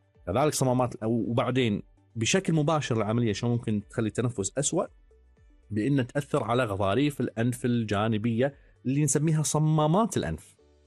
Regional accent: Kuwait; عندنا بالكويت

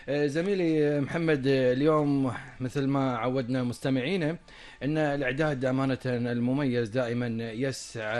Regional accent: Kuwait; ديرتنا الكويت

